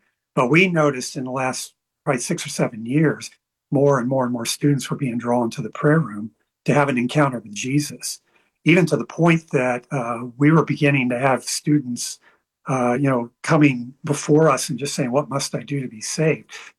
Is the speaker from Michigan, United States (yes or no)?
no; Indiana, United States; grew up in the Midwest. I had a Primitive Baptist father and a Lutheran mother. And so I was raised in the Lutheran church because mom won out.